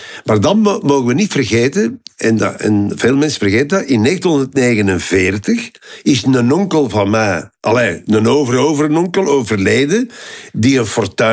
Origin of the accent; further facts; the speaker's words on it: Antwerp, Flanders, Belgium; born there; En daardoor ben ik in Antwerpen geboren, maar Oost-Vlaamse ouders.